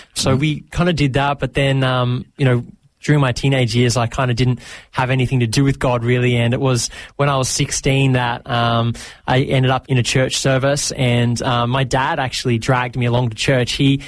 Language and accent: English; Bendigo, Victoria, Australia; born or raised there; also born or lived in Maryborough